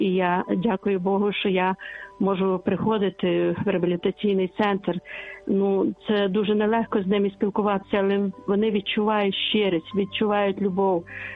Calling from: Lviv, Lviv Oblast, Ukraine; я зі Львова

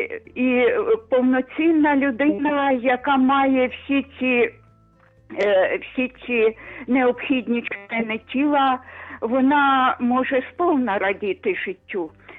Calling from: Kyiv, Ukraine; Доброго Божого раночку, я з Києва телефоную.

